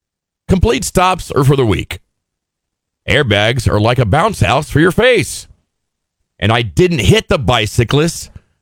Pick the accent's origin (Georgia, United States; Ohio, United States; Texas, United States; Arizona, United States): Texas, United States; Austin; born there; also born or lived in Pearsall, Texas; And we lived in Austin several different times. I grew up in Austin for a part of it and then moved to Pearsall to a small town and then came back and it was a big city.